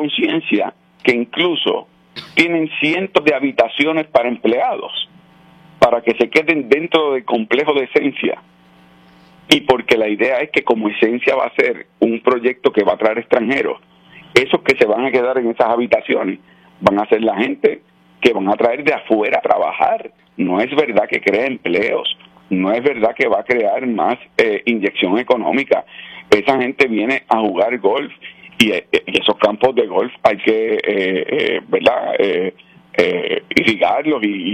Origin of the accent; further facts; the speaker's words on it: Puerto Rico; los que somos los puertorriqueños